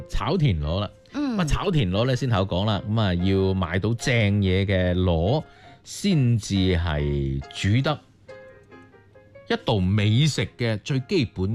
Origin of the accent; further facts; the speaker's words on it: China; 我哋中国人咁中意食螺系嘛